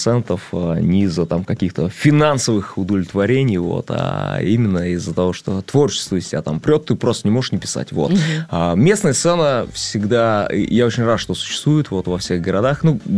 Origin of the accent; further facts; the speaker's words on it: Ryazan, Ryazan Oblast, Russia; чтобы тоже в моем родном городе вся эта движуха жила.